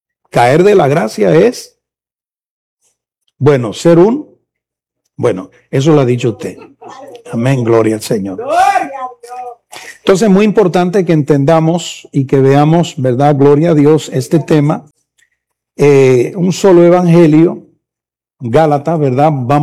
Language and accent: Spanish; Spain; Yo no soy gallego. Soy español, pero no soy de Galicia